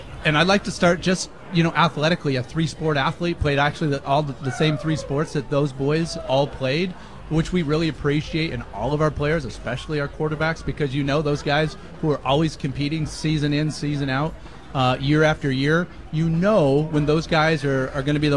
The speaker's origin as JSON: {"language": "English", "town": "Lynden", "region": "Washington", "country": "United States", "tie": "born or raised there", "said": "being from Linden, in those days growing up"}